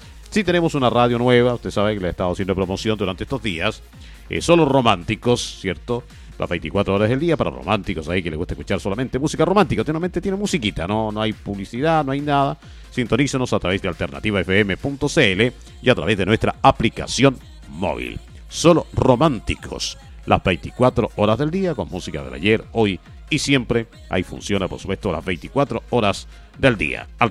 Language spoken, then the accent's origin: Spanish; Huasco, Atacama, Chile; Porque yo nací en Guasco, muy viejo, y soy de Guasco, no llegué de afuera a poner una radio. Soy de acá.